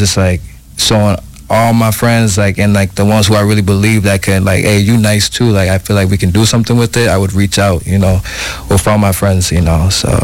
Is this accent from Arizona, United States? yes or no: no; Minneapolis, Minnesota, United States; also born or lived in Providence, Rhode Island; So I was a youngin' when I moved out to Minnesota. So my journey, I'm a Minnesotan.